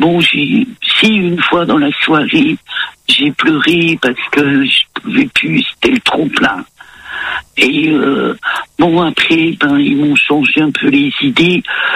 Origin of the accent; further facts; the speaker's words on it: Grand Est, France; moved away as an adult; also born or lived in Nancy, Meurthe-et-Moselle; now in Vosges, France; ça va faire 2 ans que j'ai déménagé et je suis revenue dans ma région natale